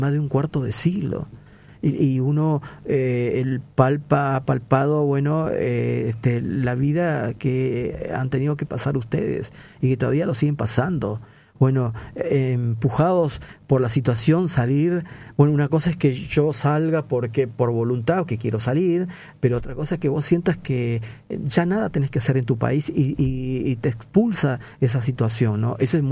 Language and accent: Spanish; Peru; moved away; en la década de los 80, que era un desastre en mi país, gran cantidad de peruanos fueron